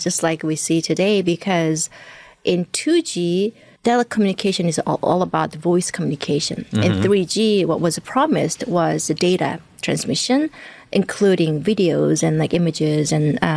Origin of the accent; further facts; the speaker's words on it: South Korea; I mean, I think growing up in South Korea, I didn't know what are the career options that I had.